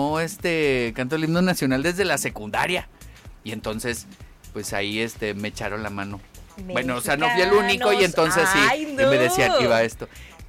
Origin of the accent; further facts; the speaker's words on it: Oaxaca, Mexico; no jefe, soy mexicano de Oaxaca